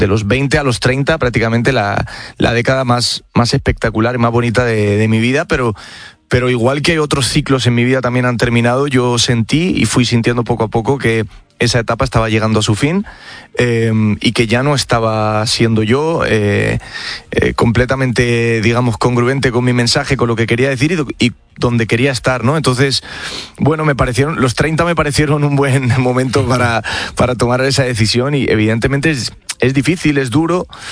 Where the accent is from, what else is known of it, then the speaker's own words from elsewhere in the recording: Spain; de primera mano en España, en mi país, abrazó la primera canción que saqué